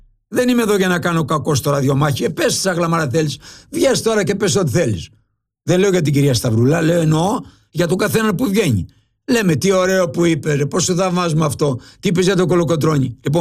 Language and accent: Greek; Cyprus; είμαι πρόσφυγας από την Κύπρο.